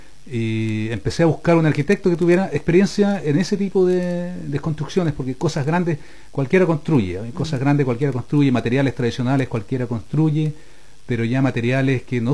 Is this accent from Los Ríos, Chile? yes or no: yes; Río Bueno, Los Ríos, Chile; now in La Unión, Chile; Yo soy de Río Bueno, originalmente, sí, de Río Bueno.